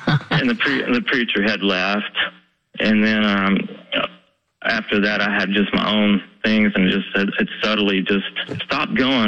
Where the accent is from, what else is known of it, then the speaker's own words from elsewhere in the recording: Weatherford, Oklahoma, United States; I know people in Oklahoma City and my hometown of Weatherford and a lot of places that are going through loneliness too.